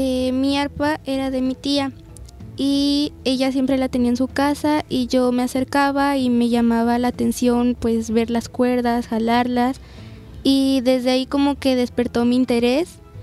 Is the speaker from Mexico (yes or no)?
yes; Veracruz, Mexico; la imagen de nuestro estado, ¿no? De Veracruz.